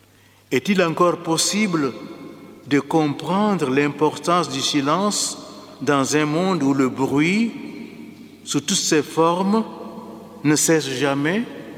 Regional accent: Guinea; moved away; Conakry, la capitale de mon pays natal, la Guinée

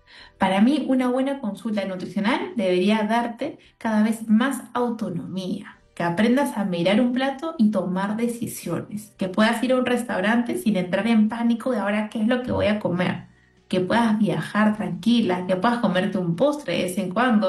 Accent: Peru; sobre todo como peruanos, que tenemos una alimentación tan rica, una gastronomía tan rica, que es parte de nuestras costumbres, ¿no?

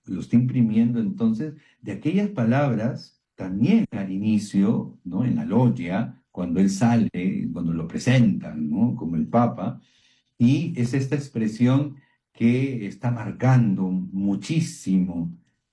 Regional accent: Peru; los peruanos somos cálidos

